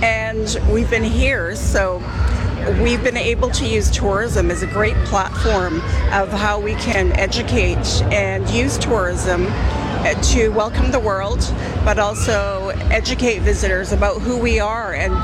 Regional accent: British Columbia, Canada; I'm from Squamish Nation on my mom's side and Nuchana from Heshkwata on my dad's side, so two totally different languages.

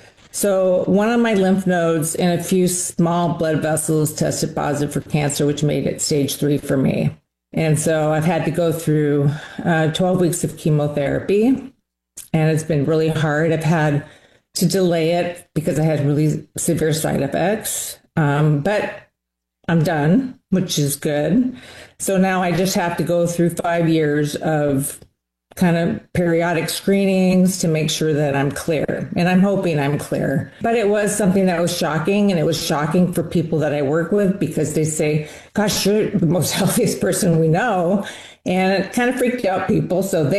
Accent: Anchorage, Alaska, United States; I'm from Anchorage, Alaska. I'm a physician assistant. I work for the Department of Corrections here in Anchorage.

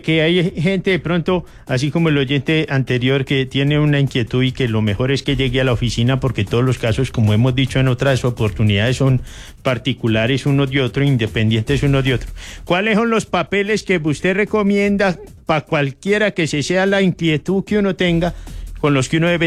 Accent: Colombia; Sabemos que somos colombianos descuidados, despalomados.

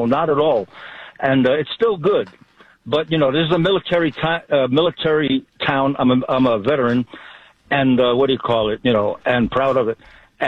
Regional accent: New York, United States; now in Colorado Springs, United States; But anyway, I'm originally from New York, you know, and I moved out here to Colorado Springs 13 years ago, and it was a conservative stronghold.

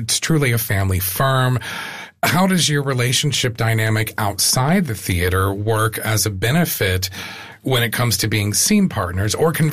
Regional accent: Raleigh, North Carolina, United States; born there; I was born in Raleigh, so there's another random connection.

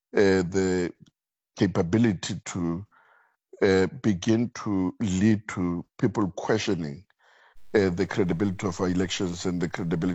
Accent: South Africa

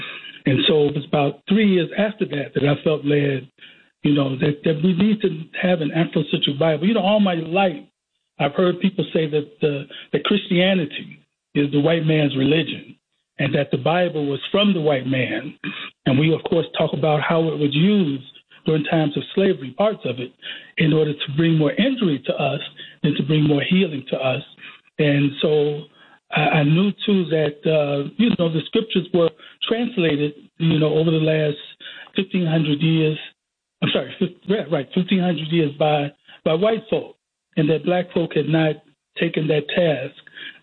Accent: Chicago, Illinois, United States; moved away as an adult; now in Johannesburg, South Africa; Well, born and raised in Chicago, Illinois, both in the Cabrini Green and West Englewood area. I have I came from a family of 8. Of course, attended school in Chicago at Harper High School, and then Western Illinois

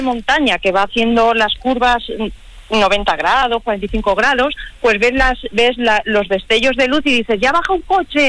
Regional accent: Castilla-La Mancha, Spain; now in Burjasot, Spain; Pero quería hablarte de mi pueblo.

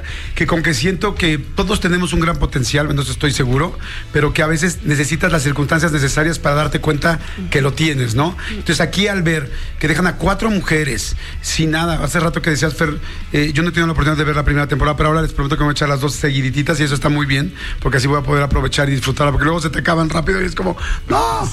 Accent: Mexico; así somos los mexicanos

